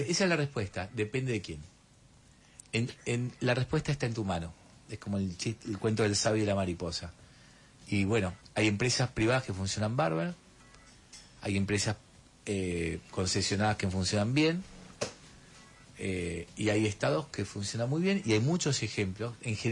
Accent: Argentina; eso somos los argentinos

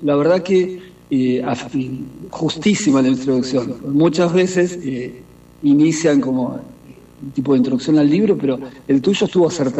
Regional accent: La Plata, Buenos Aires Province, Argentina; Y yo soy acá de La Plata, o sea que en realidad yo soy de 1970, ¿sí?

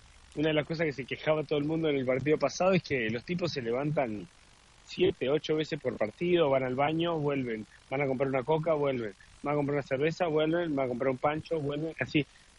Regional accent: Argentina; Ahí somos todos argentinos

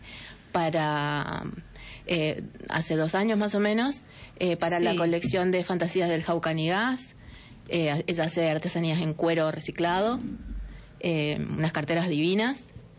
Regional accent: Villa Ocampo, Santa Fe, Argentina; Yo soy de Villocampo

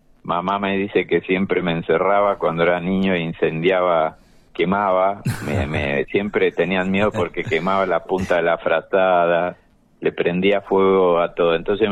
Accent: La Plata, Buenos Aires Province, Argentina; born there; Y bueno, nací yo allá en La Plata y siempre había arcilla.

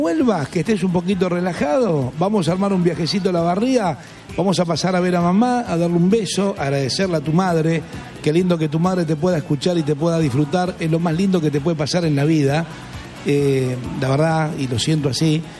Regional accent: Argentina; porque somos argentinos, somos pasión y en estado puro.

